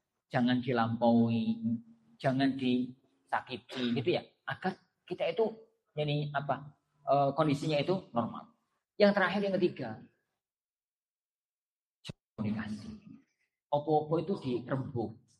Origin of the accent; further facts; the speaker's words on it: Java, Indonesia; Kita tuh orang Jawa ya, Wan.